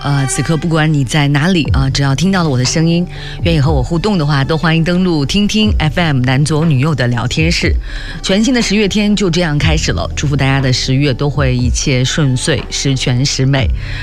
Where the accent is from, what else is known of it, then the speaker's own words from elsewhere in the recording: China; 因为对我们中国人而言，这是一生中最重要的日子。